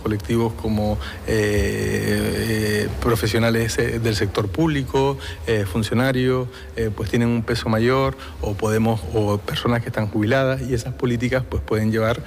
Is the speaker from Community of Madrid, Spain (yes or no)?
no; Canary Islands, Spain; yo creo que es un orgullo, primero como canario y que se reconozca a Canarias